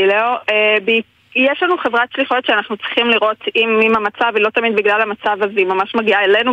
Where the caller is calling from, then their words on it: Kibbutz Dan, Northern District, Israel; אנחנו יקב גלילאו, אנחנו נמצאים בקיבוץ דן שבגליל העליון.